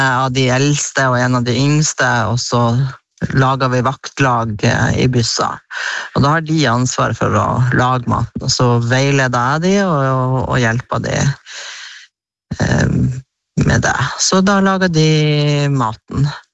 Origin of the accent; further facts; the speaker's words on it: Bø, Nordland, Norway; så har jeg jo vært med å eide en koordinatskjær hjemme i Bø.